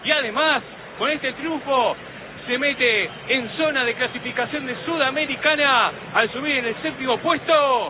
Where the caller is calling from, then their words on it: Recreo, Santa Fe, Argentina; de Recreo Santa Fe. Buena transmisión, muchachos.